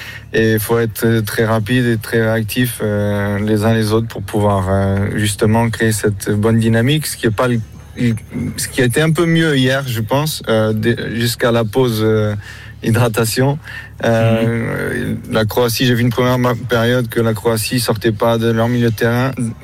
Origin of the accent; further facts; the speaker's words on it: Portugal; Et même nous, en tant que Portugais, on a cette.